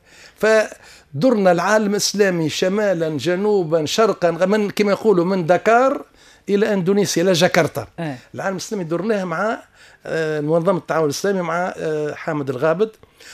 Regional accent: Tunisia

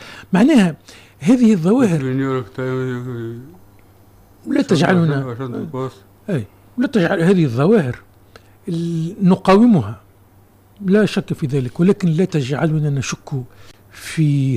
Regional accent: Tunisia; عندنا في تونس

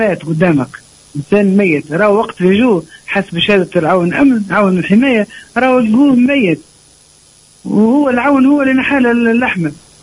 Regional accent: Tunisia; انا شعب تونسي، انا شعب مثقف، شعب قاري،

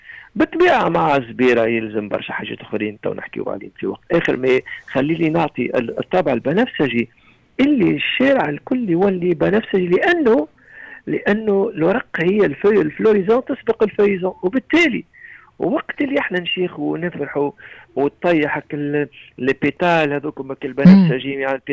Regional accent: Tunisia; بلدي تونس

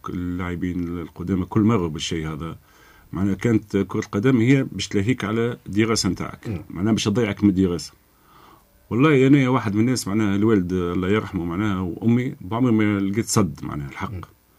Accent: Gafsa, Gafsa Governorate, Tunisia; كانت مدرسة حي النور زاد في قفصة

